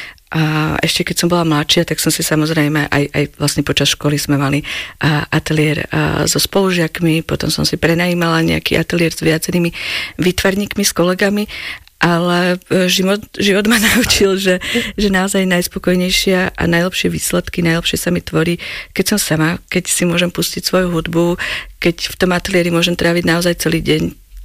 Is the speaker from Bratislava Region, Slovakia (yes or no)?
yes; Bratislava, Bratislava Region, Slovakia; moved away as an adult; now in Slovenský Grob, Slovakia; Ja som z Bratislavy, aj celý život som bývala v Bratislave.